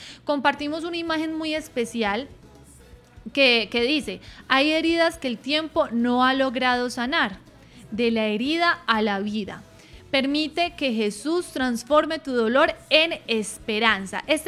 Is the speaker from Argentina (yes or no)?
no; Colombia